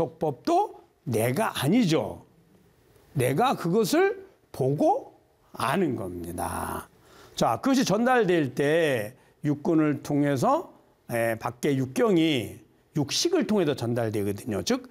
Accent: Gyeongsang, South Korea; accent: Gyeongsang dialect; 그래서 이 먹고 약간 저 우리 경상도 사투리가 섞여 있습니다.

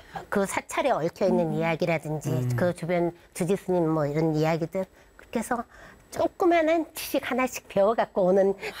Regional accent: Busan, South Korea; moved away; 친정이 부산이라서

